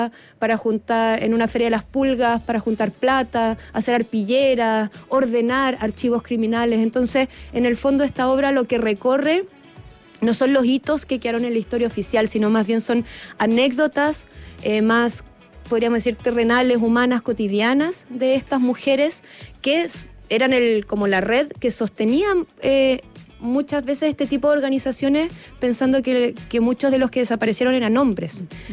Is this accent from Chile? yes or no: yes; Los Lagos, Chile; Yo soy chilota.